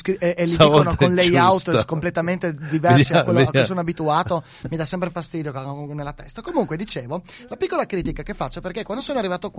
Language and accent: Italian; Friuli-Venezia Giulia, Italy; moved away; io da friulano mi sento di dover da dire forza Friuli